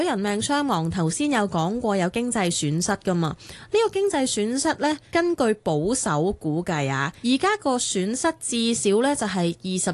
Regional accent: Hong Kong; 我哋身為香港人，當然好幸福啦，我哋唔會有呢啲咁嘅天災，係咪？

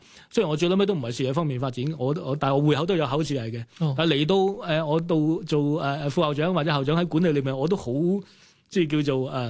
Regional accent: Hong Kong; 我自己的而且確都係圍村人。 哦， 不過唔係西貢，喺屯門。

